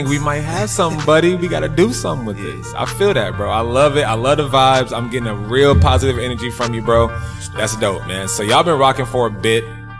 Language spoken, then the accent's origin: English; the South, United States; moved away; I'm from the South, and, you know, I'm all about warm weather and warmth